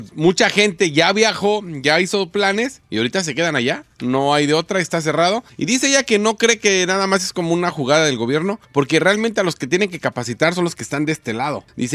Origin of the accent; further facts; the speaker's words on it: Mexico; Sí está chido porque somos mexicanos. Sí, soy mexicano